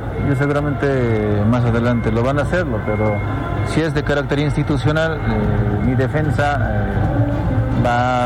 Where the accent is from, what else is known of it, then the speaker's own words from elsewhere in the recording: Bolivia; Yo voy a defenderme como ciudadano boliviano y también como autoridad.